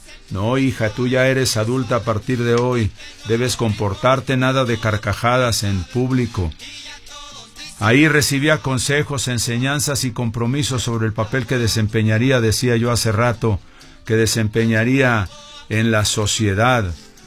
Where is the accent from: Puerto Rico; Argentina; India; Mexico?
Mexico